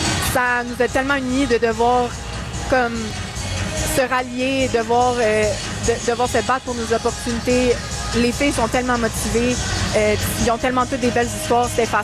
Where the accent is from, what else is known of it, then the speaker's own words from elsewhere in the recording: Montreal, Quebec, Canada; je suis vraiment choyée de venir de Montréal, de venir du Québec.